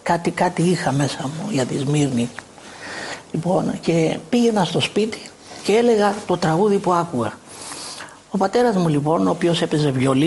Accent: Agia Varvara, Nicosia District, Cyprus; born there; Γεννήθηκα στην Αγία Βαρβάρα Λευκωσίας, Κύπρου. Είναι ένα μικρό χωριό, 13-14 χιλιόμετρα περίπου, έξω από τη Λευκωσία.

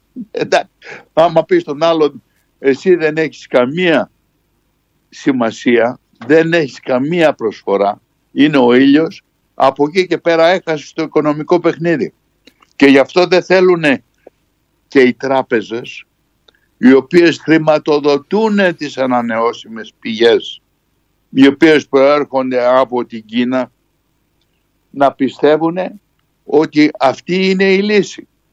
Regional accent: Greece

